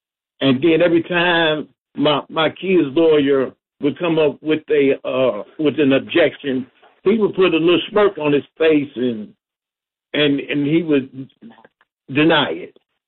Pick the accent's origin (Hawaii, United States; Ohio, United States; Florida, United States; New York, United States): Ohio, United States; Cleveland; now in Painesville, United States; I'm from Cleveland.